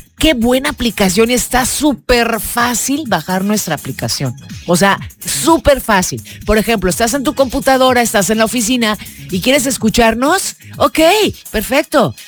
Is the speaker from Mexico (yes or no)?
yes; Mexico; ¿Por qué? ¿Por qué somos así los mexicanos?